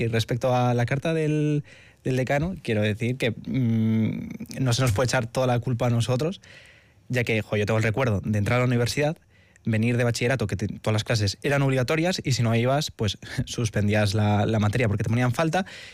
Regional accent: Portugalete, Basque Country, Spain; yo soy de Portugalete. Para ir a Leioa, que es donde estudio

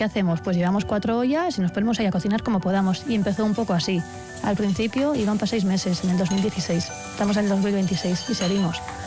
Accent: San Sebastián, Basque Country, Spain; moved away as an adult; fue la primera vez que yo salí de Donosti, entonces la primera vez que salía de casa durante 4 años

